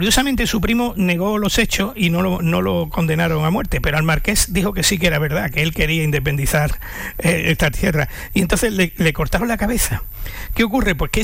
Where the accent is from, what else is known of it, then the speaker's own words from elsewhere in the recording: Campofrío, Andalusia, Spain; en mi pueblo, en Campofrío, en el corazón de la cuenca minera, entre la cuenca minera en Campofrío, un pueblo entre la sierra y la mina